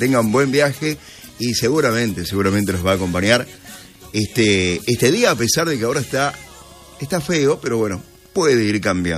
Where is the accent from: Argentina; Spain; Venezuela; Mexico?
Argentina; Urdampilleta, Buenos Aires Province; moved away; Qué cerca se vivía antes y qué lindo era compartir la niñez en aquellos años, ¿no? En nuestro querido pueblo de Urdán Pilleta